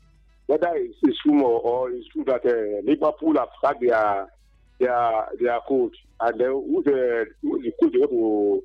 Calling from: Nigeria; I'm calling from Oju Oriota.

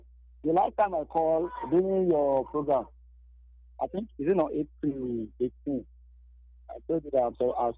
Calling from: Ota, Ogun, Nigeria; I'm calling from Ota.

